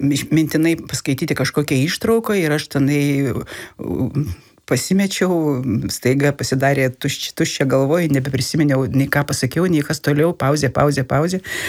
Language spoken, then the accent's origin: Lithuanian; Skaudvilė, Tauragė County, Lithuania; Žinai, iš Viduklės, aš iš Skaudvilės.